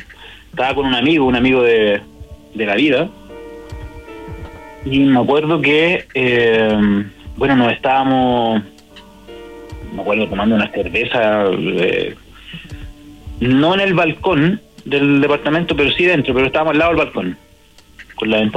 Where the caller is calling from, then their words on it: Maipú, Santiago Metropolitan Region, Chile; De Maipú.